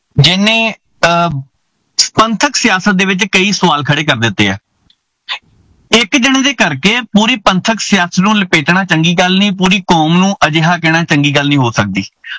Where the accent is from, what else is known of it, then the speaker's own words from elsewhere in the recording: Bhogpur, Punjab, India; ਮੈਂ ਜੀ ਦੁਆਬੇ ਦੀ ਧਰਤੀ ਤੋਂ ਆ ਤੇ ਜਲੰਧਰ ਤੋਂ। ਜਲੰਧਰ ਦੇ ਕੋਲ ਕਸਬਾ ਭੋਪਰ ਪੈਂਦਾ